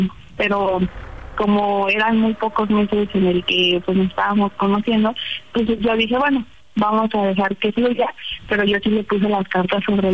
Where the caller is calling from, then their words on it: Mexico City, Mexico; Tengo 21 años y soy de la Ciudad de México.